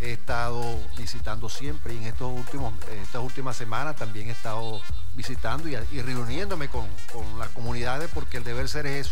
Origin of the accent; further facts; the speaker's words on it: Monagas, Venezuela; moved away as an adult; now in Maturín, Venezuela; He tenido la oportunidad de transitar por todo mi pueblo.